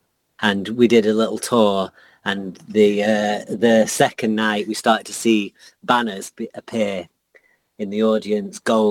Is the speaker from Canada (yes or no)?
no; Rochdale, North West England, United Kingdom; also born or lived in Beverley; And I was brought up in the less beautiful North Manchester mill town of Rochdale.